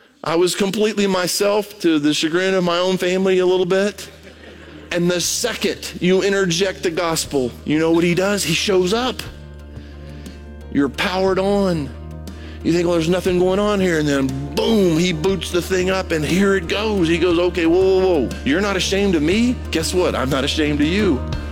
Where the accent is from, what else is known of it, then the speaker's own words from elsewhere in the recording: Brazil; moved away; Because I grew up in Brazil, I speak Portuguese.